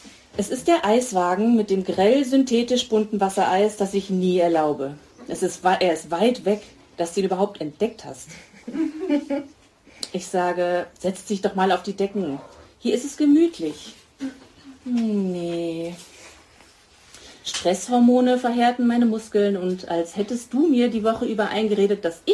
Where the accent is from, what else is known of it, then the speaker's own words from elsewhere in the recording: Munich, Bavaria, Germany; Ich komme aus München